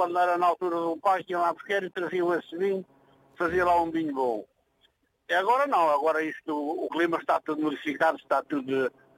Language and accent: Portuguese; Oleiros, Centro, Portugal; Eu sou de Oleiros, da Beira Baixa.